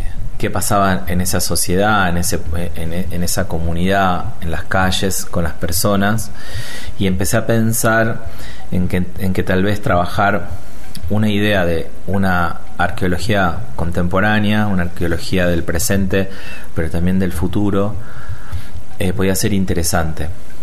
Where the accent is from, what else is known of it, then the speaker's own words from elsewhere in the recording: Rosario, Santa Fe, Argentina; cierta tradición que como rosarino me llega mucho